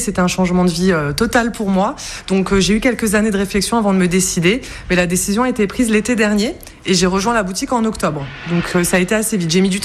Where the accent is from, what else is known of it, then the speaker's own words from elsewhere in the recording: Boulay-Moselle, Grand Est, France; j'ai grandi à Boulay, moi, hein, donc effectivement, les gens me connaissent. Ils m'ont connue petite.